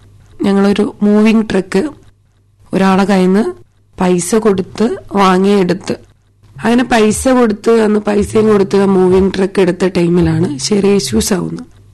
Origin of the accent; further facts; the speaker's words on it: Kerala, India; also born or lived in Lakshadweep; എന്റെ ബാല്യകാലം എന്ന് പറഞ്ഞാൽ കേരളത്തിലും ലക്ഷദ്വീപിലായിരുന്നു. ഞങ്ങളുടെ വീടെന്ന് പറയുമ്പോൾ ചെറിയ ഓലമടഞ്ഞ വീടായിരുന്നു.